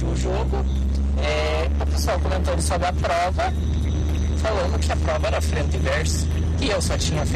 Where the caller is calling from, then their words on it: Ponta Grossa, Paraná, Brazil; sou do Ponta Grossa, Paraná.